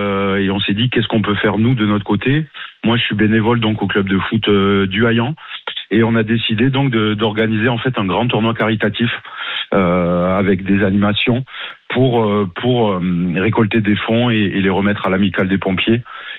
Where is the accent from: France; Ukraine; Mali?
France; Nouvelle-Aquitaine; born there; en étant du coin même si nous on n'est pas touché directement là où je suis à Essine